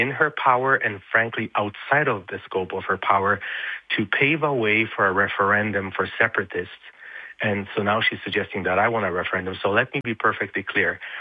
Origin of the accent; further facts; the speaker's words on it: Alberta, Canada; all of us Albertans